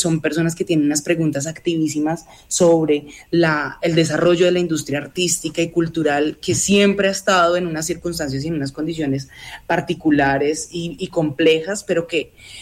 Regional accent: Colombia; la comedia que nos caracteriza también como sociedad colombiana y latinoamericana.

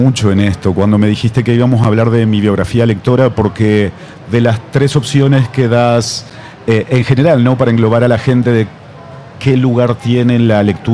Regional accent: Paraná, Entre Ríos, Argentina; moved away; en mi ciudad de la que yo soy, de Paraná

